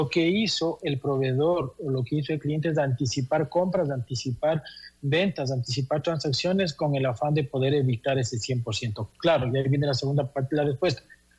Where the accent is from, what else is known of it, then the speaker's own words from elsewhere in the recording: Ecuador; soy ecuatoriano